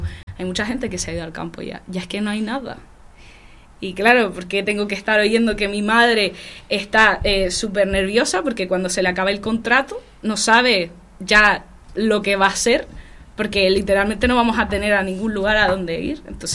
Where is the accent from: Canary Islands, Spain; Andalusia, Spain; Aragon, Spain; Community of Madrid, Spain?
Canary Islands, Spain; Las Palmas de Gran Canaria; born there; yo soy del barrio de Chamán, y yo cuando tenía 11 años me tuve que ir del barrio de Chamán porque la rentista quiso quitar a mi familia de 6 miembros porque su hijo se iba a casar y le quería dar la casa.